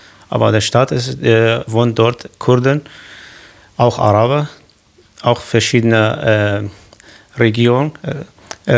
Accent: Syria; ich komme aus Syrien

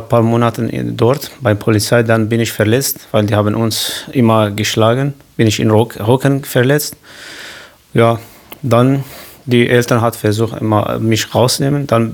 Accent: Qamishli, Al-Hasakah Governorate, Syria; German is a second language; Ja, ich komme aus Syrien, aus Nordsyrien. Eine Stadt heißt Ramschlo. Ist ganz nah in der Grenze der Türkei.

